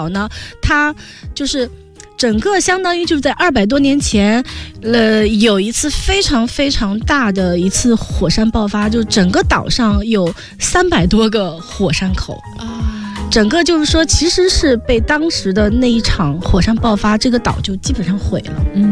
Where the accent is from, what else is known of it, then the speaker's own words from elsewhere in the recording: China; 对于我们中国人来讲，我们大老远的飞过去